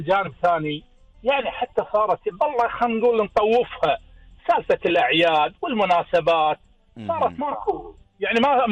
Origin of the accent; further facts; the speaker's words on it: Kuwait; احنا عندنا بالكويت عاداتنا وتقاليدنا